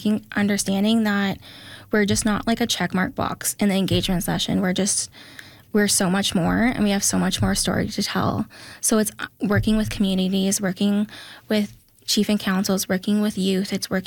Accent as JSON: {"language": "English", "town": "Wawa", "region": "Ontario", "country": "Canada", "tie": "born or raised there", "said": "I'm the first Moose Cree architect. And then, so I come from Mishkegwok territory. And like you said, I grew up in Wawa."}